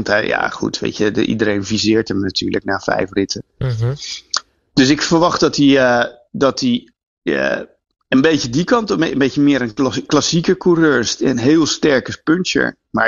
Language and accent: Dutch; Netherlands; Voor de Nederlanders, ja, we hebben er natuurlijk niet zo heel veel mee. Maar goed, wij zijn ook geen Spanjaarden.